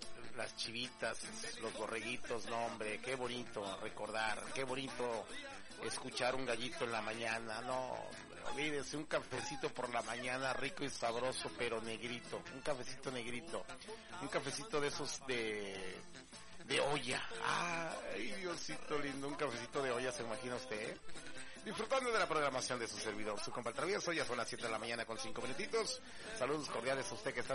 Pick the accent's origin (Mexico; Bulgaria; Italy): Mexico; nuestro México lindo y querido